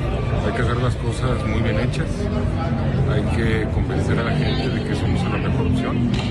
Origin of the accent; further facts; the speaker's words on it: Salamanca, Guanajuato, Mexico; Yo porque soy de Salamanca y lo digo, y soy de Salamanca.